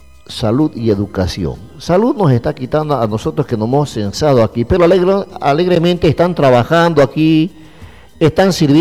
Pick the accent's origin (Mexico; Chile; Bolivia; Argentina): Bolivia; tenemos el carnet que nos identifica como ciudadano boliviano